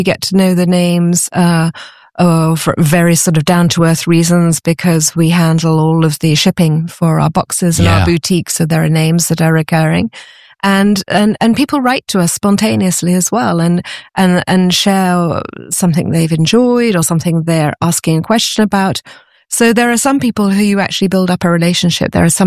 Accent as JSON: {"language": "English", "country": "United Kingdom", "lives_now": "France", "said": "I'm British originally, and I sometimes antique in hunt in England, but it's a very different style."}